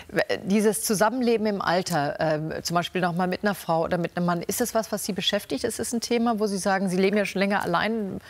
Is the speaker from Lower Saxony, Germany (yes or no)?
no; Hamburg, Germany; Jetzt mal als Hamburgerin